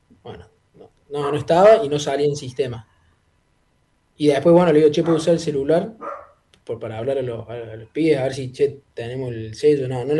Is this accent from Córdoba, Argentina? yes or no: yes; Córdoba, Argentina; ¿de dónde vienen? De Argentina, de Córdoba.